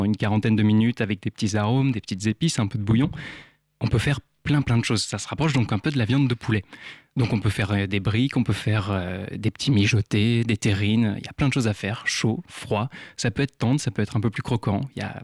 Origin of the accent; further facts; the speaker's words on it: Arcachon, Nouvelle-Aquitaine, France; moved away; also born or lived in Menton; je suis aussi du sud-ouest d'Arcachon, j'ai vécu à Menton, aux abords de Monaco